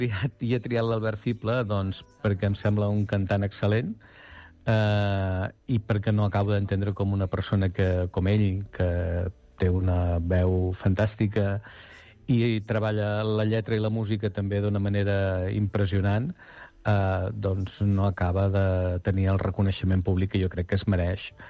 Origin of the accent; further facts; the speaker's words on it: Badalona, Catalonia, Spain; De fet, allà on vaig, dic que sóc de Badalona i normalment em trobo que el meu interlocutor em diu: ah, doncs jo conec una altra persona de Badalona que està per aquí.